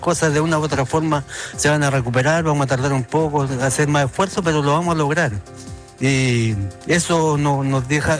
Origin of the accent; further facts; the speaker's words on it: Chile; Como chilenos nos merecemos una vivienda digna y vivir en tranquilidad.